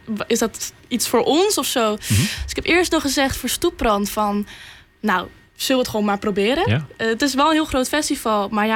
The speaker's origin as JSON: {"language": "Dutch", "town": "Langweer", "region": "Friesland", "country": "Netherlands", "said": "Ik kom zelf uit Langweer. Ja, lekker hier dichtbij."}